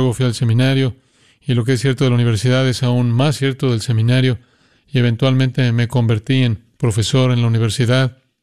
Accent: Van Nuys, California, United States; Y yo nací en Van Nuys en 1978. Así que he estado aquí desde entonces y tan agradecido por lo que esta iglesia ha sido en mi vida.

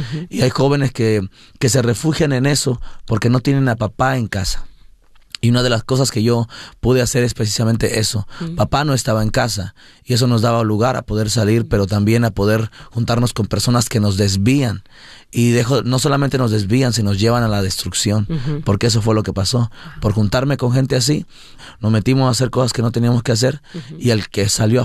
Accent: San Luis Potosí, Mexico; moved away; also born or lived in Mexico City; Yo soy originalmente del DF, Distrito Federal, pero nosotros nos criamos más en San Luis Potosí, lo que hacemos normalmente es decir que somos de San Luis Potosí, que ahí fue donde nosotros crecimos.

